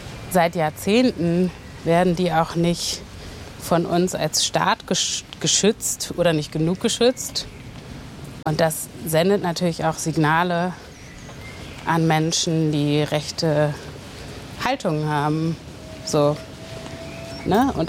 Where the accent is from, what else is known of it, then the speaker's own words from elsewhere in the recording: Germany; Also ja, klar bin ich Deutsche, aber es ist für mich jetzt nicht ein hundertprozentiges Heimatgefühl